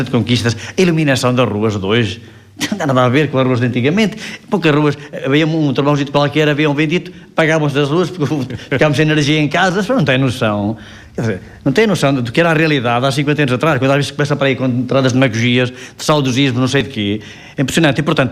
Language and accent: Portuguese; Norte, Portugal; born there; Nasci em Sindim.